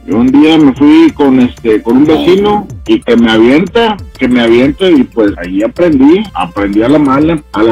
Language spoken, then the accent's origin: Spanish; Tampico, Tamaulipas, Mexico; Yo soy de Tampico y aprendí a nadar de chiquillo